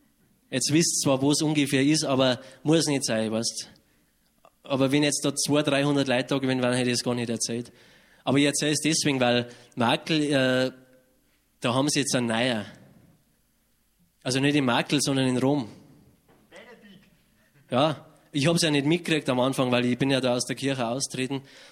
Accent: Zeitz, Saxony-Anhalt, Germany; Und zwar, ich komme ja aus Zeigen. Das kennen jetzt die meisten nicht. Das Zeigen, da bin ich daheim.

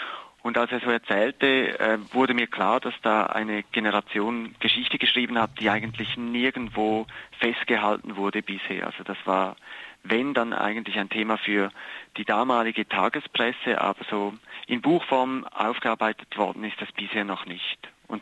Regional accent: Thurgau, Switzerland; born there; now in Basel, Switzerland; Ich bin am Bodensee geboren worden.

